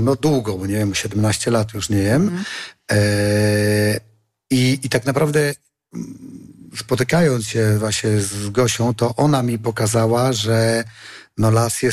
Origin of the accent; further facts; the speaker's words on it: Rospuda valley, Podlaskie Voivodeship, Poland; Ja się wychowałem troszkę nad Rozpudą, bo mój tato pochodzi z Raczek.